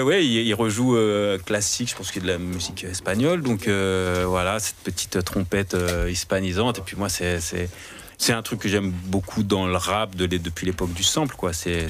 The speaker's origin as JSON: {"language": "French", "town": "Paris", "region": "Île-de-France", "country": "France", "tie": "born there", "also_born_or_lived": "Honfleur", "said": "je suis parisien. Enfin, je suis né à Paris, mais mon daron avait cette maison à Honfleur où il allait passer sa retraite. Donc, comme je l'ai plus connu retraité qu'actif, j'ai passé beaucoup de temps à Honfleur."}